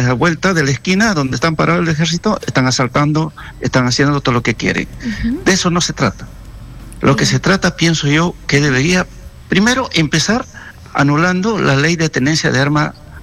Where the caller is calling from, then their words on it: Lima, Peru; desde Puente Piedra.